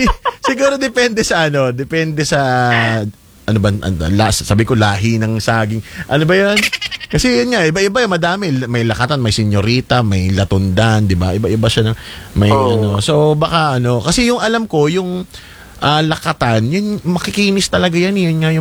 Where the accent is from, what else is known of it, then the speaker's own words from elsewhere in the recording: Bulacan, Central Luzon, Philippines; sa amin sa Bulacan.